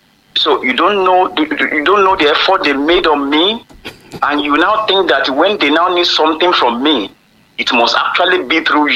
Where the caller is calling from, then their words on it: Ibadan, Oyo, Nigeria; I'm speaking from Ibadan.